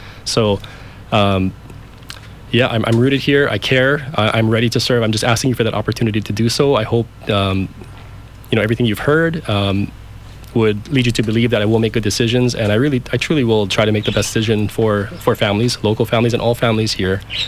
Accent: Kauai, Hawaii, United States; born and raised on Kauai, fourth generation. I really am rooted here.

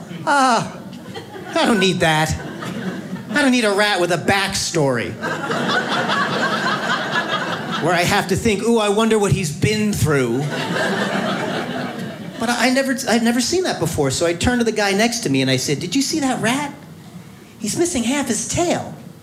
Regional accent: New York, United States; as a New Yorker, it's really freaking me out. You have no idea how terrifying it is to see a stranger approach you when you're a New Yorker who is smiling.

